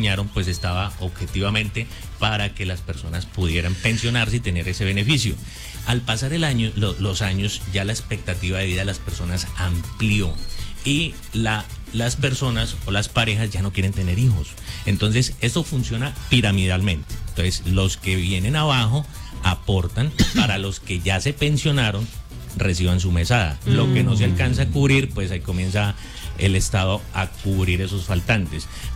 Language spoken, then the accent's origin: Spanish; Colombia; somos colombianos